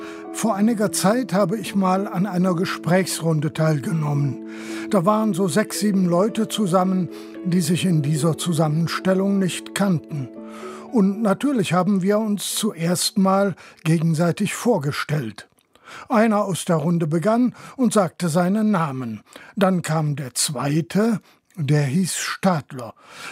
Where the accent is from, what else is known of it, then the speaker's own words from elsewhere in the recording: Rhineland, Germany; Ich bin im Rheinland aufgewachsen